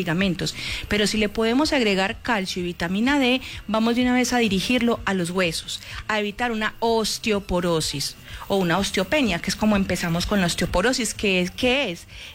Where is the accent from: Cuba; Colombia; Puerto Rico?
Colombia; Somos colombianos, y vamos a poner la camiseta y a gozar los goles.